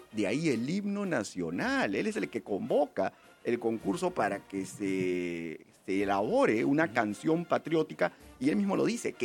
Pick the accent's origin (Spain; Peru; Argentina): Peru; nosotros ya lo vemos como peruanos